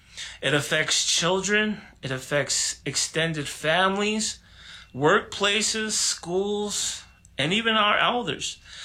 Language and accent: English; New Mexico, United States; As you can tell, I'm not originally from Zuni. I'm from the Navajo Nation, just over there, over the hill from Vanderwagon, New Mexico.